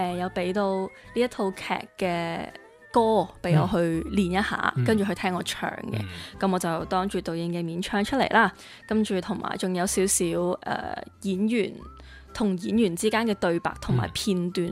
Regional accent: Macau; 咁我都係澳門人

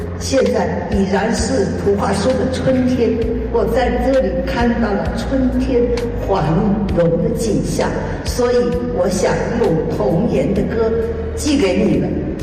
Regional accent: Jiangnan, China; 我们那个地方也是江南，

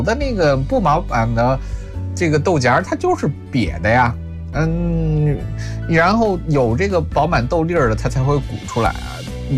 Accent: China; 我们中国人

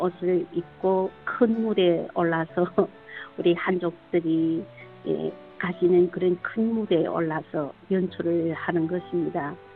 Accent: China; 네 우리가 조선족으로서 우리 말 우리 글을 사랑하고 정말 조선족으로서의 근지감을 갖고 뜨뜻하게 이 사회에서 예, 활약하는

